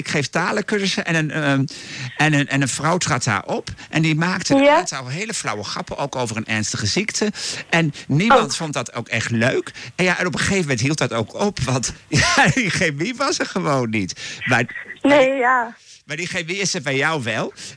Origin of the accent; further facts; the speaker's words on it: Deventer, Overijssel, Netherlands; Ik kom zelf uit Deventer. Dat is een uur en 20 minuten met de trein of zo.